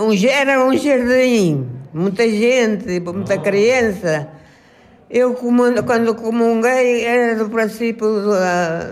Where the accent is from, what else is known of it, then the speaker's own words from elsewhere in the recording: Portugal; moved away; also born or lived in United States; Porque era a minha terra.